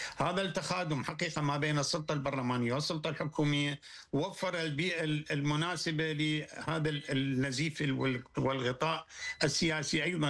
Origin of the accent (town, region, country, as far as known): Iraq; now in Baghdad, Iraq